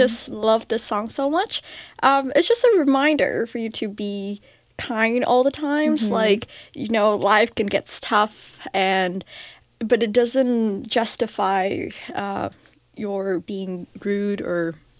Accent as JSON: {"language": "English", "country": "Vietnam", "said": "Hi, everyone. … I'm from Vietnam."}